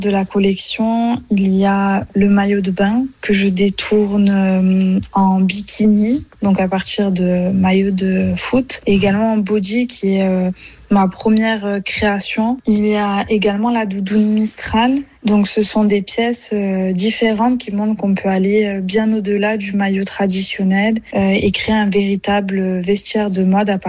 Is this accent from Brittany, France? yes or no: no; Marseille, Provence-Alpes-Côte d'Azur, France; Il est lié à mon enfance à Marseille